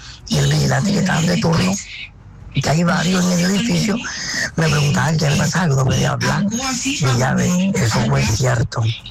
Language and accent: Spanish; Barranquilla, Atlántico, Colombia; now in Cartagena, Colombia; desde acá de Cartagena, soy barranquillero, vivo acá en Cartagena.